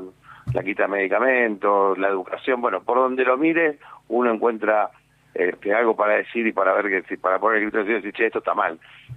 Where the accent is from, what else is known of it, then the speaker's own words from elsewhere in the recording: Argentina; Bueno, nosotros somos argentinos y creemos que lo mejor que podemos hacer es un paro a lo argentino.